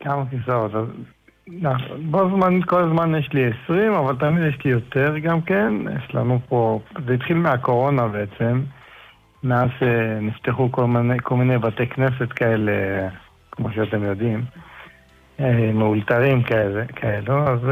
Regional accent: Jerusalem, Jerusalem District, Israel; אנחנו מירושלים.

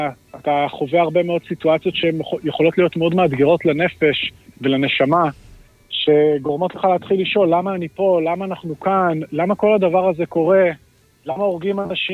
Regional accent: Herzliya, Tel Aviv District, Israel; בן 26, וגדלתי בהרצליה, בבית חילוני לחלוטין, בחינוך חילוני, בית ספר חילוני.

